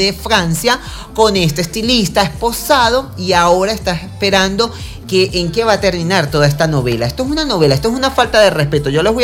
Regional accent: Venezuela; Uno como venezolano le encanta el chisme.

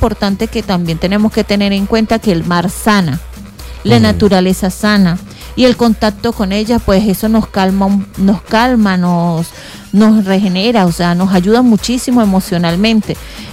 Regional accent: Venezuela; nosotros somos ese típico venezolano que se levanta.

